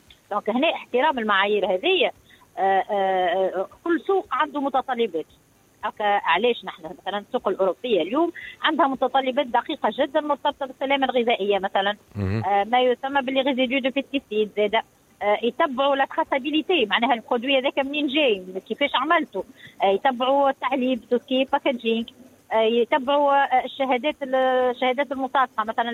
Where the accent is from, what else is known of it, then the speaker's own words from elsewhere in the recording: Tunisia; انا نقولهم انا جسوي تونيزيا انا تونسية ونحب بلادي ونحب ناكل من خيرات بلادي